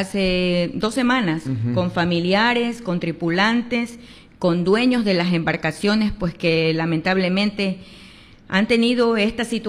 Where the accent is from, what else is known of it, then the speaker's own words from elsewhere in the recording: Manabí, Ecuador; como ciudadanos manabitas, como ecuatorianos